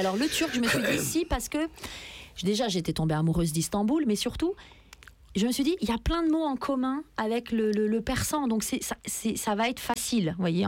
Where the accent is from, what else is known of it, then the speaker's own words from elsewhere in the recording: France; je suis iranienne ». Comme là quand on me dit « mais tu viens d'où ?»« quoi, je suis française »